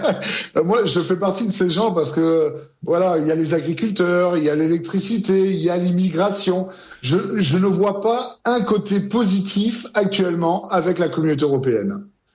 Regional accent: Toulouse, Occitanie, France; Je rappelle qu'ici à Toulouse, moi je suis de Toulouse

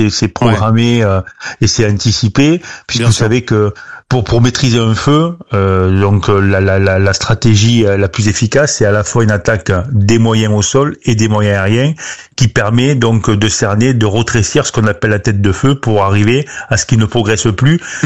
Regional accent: Occitanie, France; Moi, par exemple, de mon département, moi je suis de l'Hérault, on a fourni une colonne de renforts.

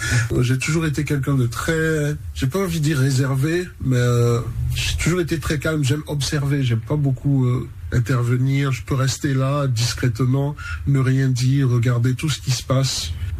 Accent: Benin; je pense que c'est la première fois où on a voyagé, où on est sorti du Bénin pour un concert.

